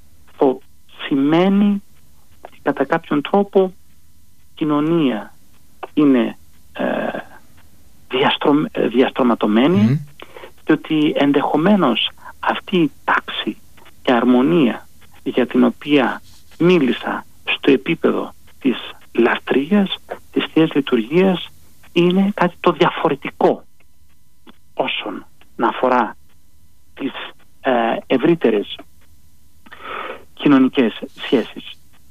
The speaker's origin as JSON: {"language": "Greek", "town": "Athens", "region": "Attica", "country": "Greece", "tie": "born or raised there", "said": "καθότι μεγάλωσα στην Αθήνα, στην οδό Βατάτζη"}